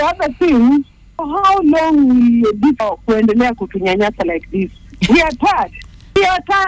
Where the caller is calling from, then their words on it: Mombasa, Mombasa County, Kenya; I'm calling from Mombasa.